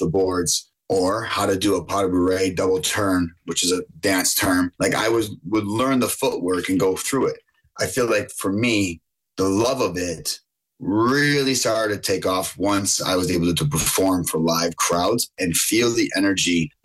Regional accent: Buffalo, New York, United States; born or raised there

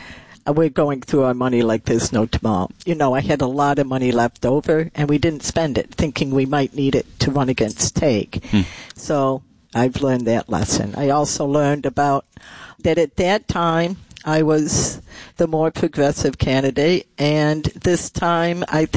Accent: New York, United States; most of my life I've lived in rural New York. I'm basically a hick. I was raised in the Southern Tier. I know the people. I know the farms. I know this kind of life.

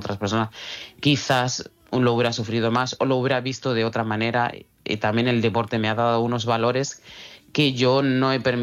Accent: Bamako, Mali; Spanish is a second language; now in Galicia, Spain; No, de momento no, nada. La verdad, o sea, es que Galicia es totalmente diferente a Bamako.

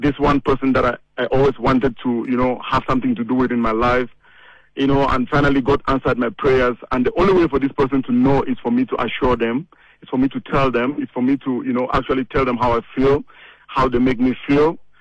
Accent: Cameroon; You know, like you rarely know, I'm from Cameroon.

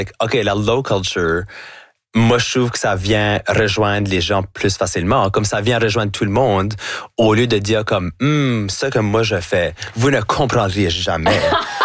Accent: New Brunswick, Canada; accent: Acadian chiac; Parce que j'ai un accent qui va jamais être neutre. C'est là de complètement laisser ça aller, puis de faire tout ce que je fais avec mon accent, avec mon accent, avec mon chiac.

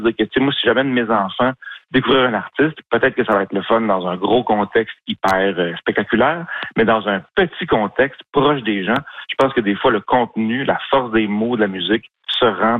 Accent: Montreal, Quebec, Canada; moi, je suis un enfant de la ville, je suis né à Montréal

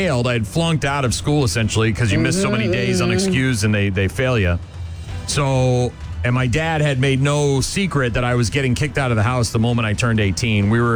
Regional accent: Nashua, New Hampshire, United States; We lived, we moved into a house on Syracuse Road in Nashua, New Hampshire, my hometown. And I grew up there. I spent most of my life there

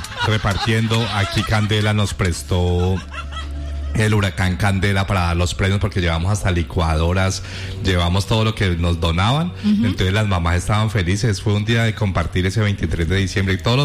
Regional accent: Valle del Cauca, Colombia; yo que soy súper vallecaucano, que soy súper regionalista

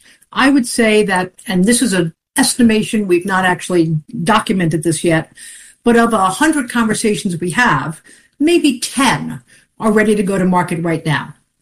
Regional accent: Long Island, New York, United States; I'm a kid from Long Island and think that, you know, if you've been able to create that, God bless you

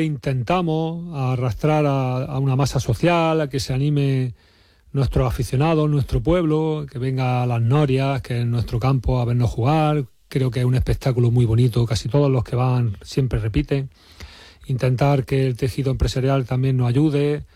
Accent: El Ejido, Andalusia, Spain

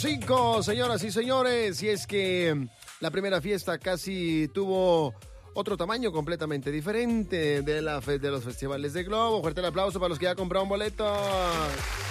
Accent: New Mexico, United States; No, pues de Nuevo México.

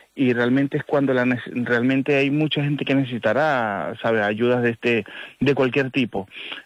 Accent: Venezuela; now in Spain; yo soy venezolano, que tengo muchos, bueno, a ver, tengo 16 años aquí, y había venido otras veces de vacaciones

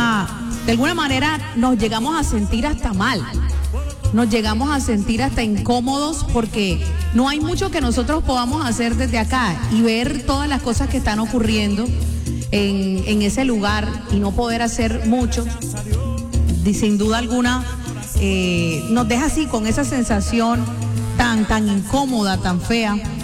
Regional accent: Colombia; algo que nos estremeció como colombianos, y también como colombianos y como hermanos de Venezuela nos unimos en oración.

